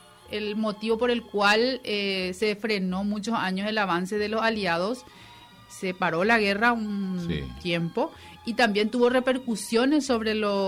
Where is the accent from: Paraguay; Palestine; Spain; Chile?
Paraguay; tenemos que amar a nuestro país porque somos paraguayos.